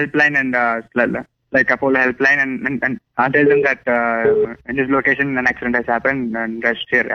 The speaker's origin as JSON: {"language": "English", "town": "Kalpakkam", "region": "Tamil Nadu", "country": "India", "said": "from Kalpakkam."}